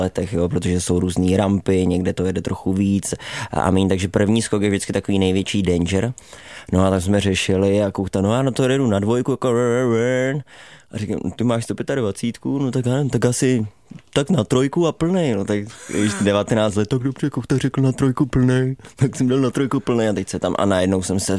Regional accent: Ostrava, Moravian-Silesian Region, Czechia; takže jo, ale jako vlastně jsem Ostravák.

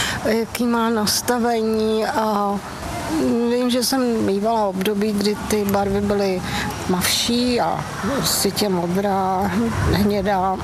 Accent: Nová Paka, Hradec Králové Region, Czechia; Jo, na chvíli se podívat určitě, to je fajn, ale jinak opravdu jsem od dětství ve Vrchovině, no, u Nový Paky.

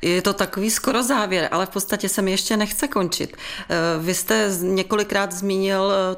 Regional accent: South Bohemian Region, Czechia; Jsme Jihočeši.

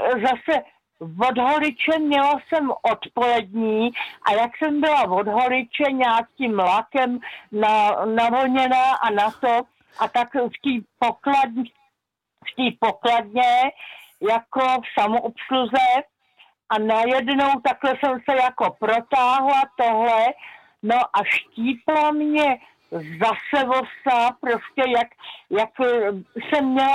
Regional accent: Prague, Czechia; moved away; já jsem původem z Prahy

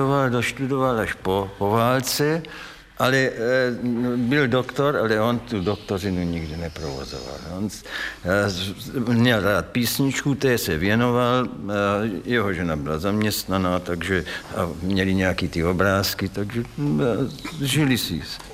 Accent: Strážnice, South Moravian Region, Czechia; born there; also born or lived in Kyjov / Slavkov u Brna; now in Brno, Czechia; v Kyjově jsem se narodil ve Strážnici mládí, ve Slavkově gymnázium, kus a nakonec v Brně a tam jsou pořád a rád.

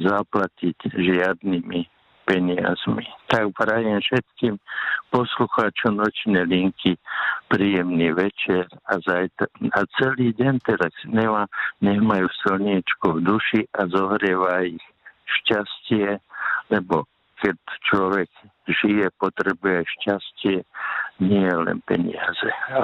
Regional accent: Stará Turá, Trenčín Region, Slovakia; pochádzam zo Starej Turej, to je hraničné mesto Moravsko-Slovensko

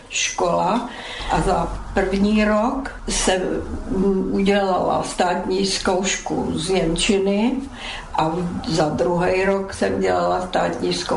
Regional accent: Písek, South Bohemian Region, Czechia; also born or lived in Subcarpathian Ruthenia; now in Týnec nad Sázavou, Czechia; Narodila jsem se na Podkarpatský Rusy. Moje matka byla Rakušánka, otec Čech a oni bydleli tam. No a pak jsme se stěhovali do Písku. A v Písku jsme byli do roku 46

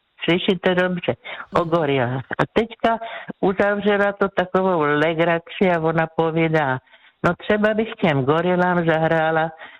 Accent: Brno, South Moravian Region, Czechia; jsem z Brna, tak kolem Brna, jedeme třeba vlakem, autobusem.

